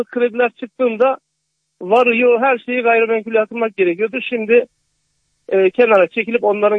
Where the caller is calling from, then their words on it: Ankara, Turkey; Ankara'lıyız.